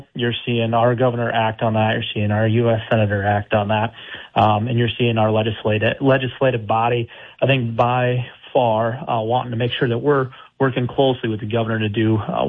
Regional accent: Arlington, United States; You know, I grew up in Arlington in a real blue-collar family. Neither one of my parents graduated from college.

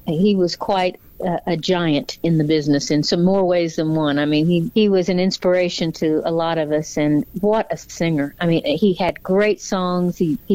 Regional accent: Kokomo, Indiana, United States; moved away as an adult; now in Nashville, United States; Well, you know, I grew up in the Midwest. I grew up in Kokomo, Indiana, which is in the northern half of the state.

